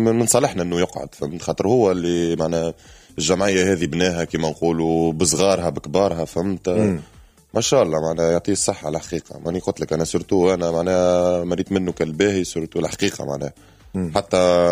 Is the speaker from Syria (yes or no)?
no; Menzel Temim, Nabeul Governorate, Tunisia